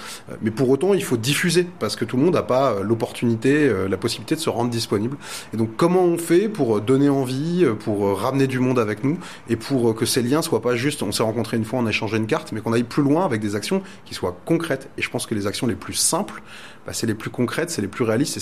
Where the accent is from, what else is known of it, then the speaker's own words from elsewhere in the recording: Grand Est, France; now in Finistère, France; moi, je suis un Alsacien, donc de natif.